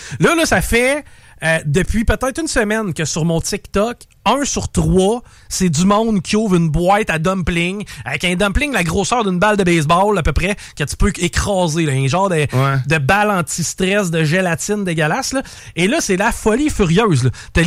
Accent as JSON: {"language": "French", "town": "Val-Bélair", "region": "Quebec", "country": "Canada", "said": "moi, quand j'étais jeune, avec mon père, on vient de Val-Bélair, une de nos activités, c'était on allait regarder les avions."}